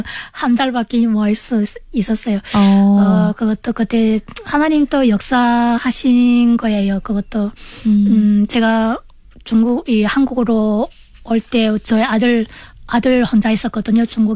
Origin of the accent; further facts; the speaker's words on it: North Hamgyong, North Korea; also born or lived in China; now in South Korea; 남한 정착한 지 2개월 된 함경북도에서 온